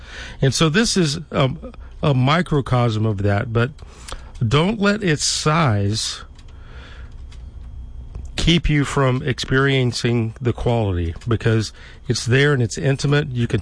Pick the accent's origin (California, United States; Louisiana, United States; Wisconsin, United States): Louisiana, United States; now in Shreveport, United States; where are you from, right? And I'll say Louisiana.